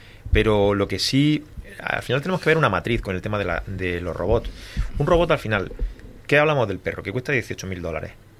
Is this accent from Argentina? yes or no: no; Adra, Andalusia, Spain; Yo soy de Adra. En Adra no se veía un arándano ni por la tele.